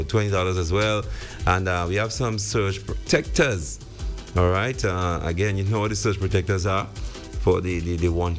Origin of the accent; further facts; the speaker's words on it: Trinidad & Tobago; growing up in Trinidad